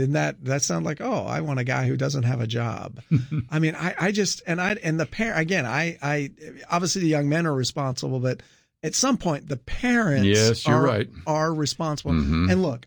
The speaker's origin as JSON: {"language": "English", "region": "Scotland", "country": "United Kingdom", "said": "I'm not going to defend the French. I'm Scottish."}